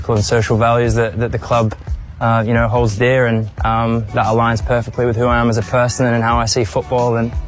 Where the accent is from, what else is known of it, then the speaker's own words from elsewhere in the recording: Australia; moved away as an adult; now in Germany; I'm 28-year-old midfielder. I'm an Australian international